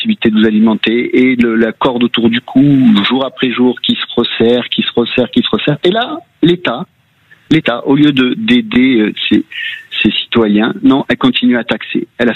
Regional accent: France; en tant que Français

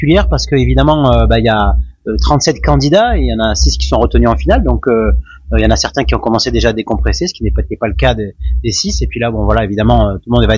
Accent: Sisteron, Provence-Alpes-Côte d'Azur, France; Moi, je suis de Provence, hein, donc j'ai fait l'école hôtelière à Marseille-Bonneveine autrefois

